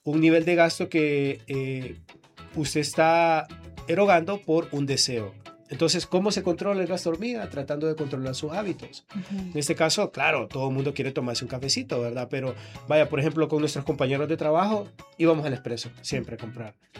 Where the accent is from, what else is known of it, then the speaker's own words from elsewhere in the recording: Las Colinas, Santa Bárbara, Honduras; moved away; Soy de la ciudad de Las Colinas también.